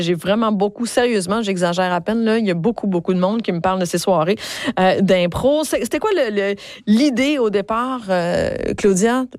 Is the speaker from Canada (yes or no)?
yes; Chicoutimi, Quebec, Canada; Évidemment, moi, j'étais près des Saguenayens de Chicoutimi parce que c'est chez nous, Charlotte, mais au Saguenay aussi, on est content du parcours de toutes ces équipes-là